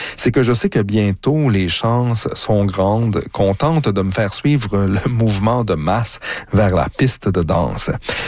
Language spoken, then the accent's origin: French; Drummondville, Quebec, Canada; born or raised there